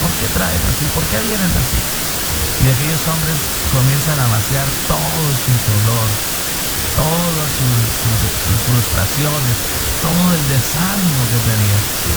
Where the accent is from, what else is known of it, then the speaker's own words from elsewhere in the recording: Colombia; now in León, Nicaragua; Yo soy colombiano, pero amo a Nicaragua con todo mi corazón.